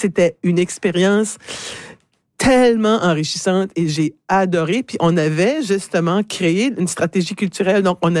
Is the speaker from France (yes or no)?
no; Moncton, New Brunswick, Canada; c'est fait que je suis revenue chez moi à Moncton. Je vivais à Dieppe à ce moment-là, donc je suis revenue à Dieppe en juillet 2001 en fait.